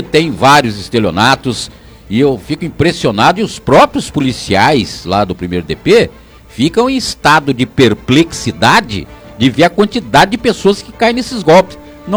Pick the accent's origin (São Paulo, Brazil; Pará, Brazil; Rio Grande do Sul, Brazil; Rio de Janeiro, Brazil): São Paulo, Brazil; eu sou de Moreira